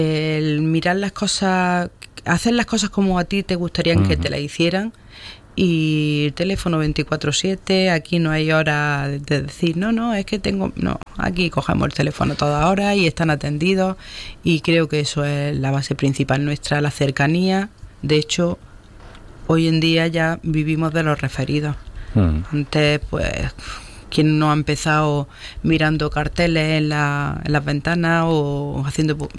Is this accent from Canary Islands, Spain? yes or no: no; Pechina, Andalusia, Spain; yo soy pechinera.